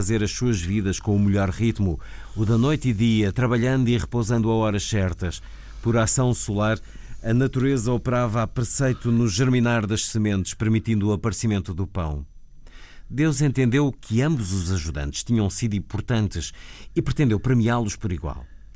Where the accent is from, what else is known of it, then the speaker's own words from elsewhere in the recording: Figueira da Foz, Coimbra, Portugal; born there; Escolho uma para ler, recorrendo ao critério da minha cidade natal, é tão válido como qualquer outro. Tem por título O Mar, o Sol e a Pérola, e é uma lenda da Figueira da Foz.